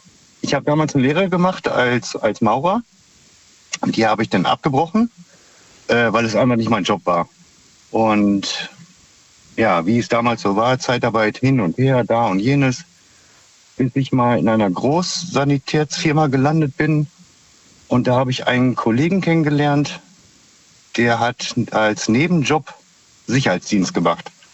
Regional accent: Minden, North Rhine-Westphalia, Germany

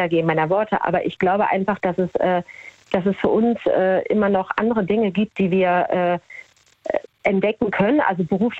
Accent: Hamburg, Germany; Ich komme aus Hamburg

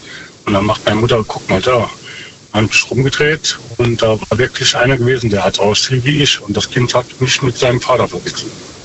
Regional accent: Saarbrücken, Saarland, Germany; Saarbrücken.

